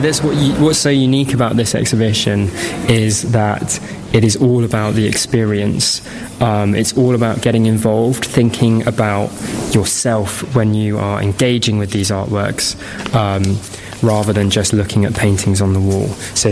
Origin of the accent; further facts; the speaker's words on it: Cambridge, East of England, United Kingdom; I grew up in Cambridge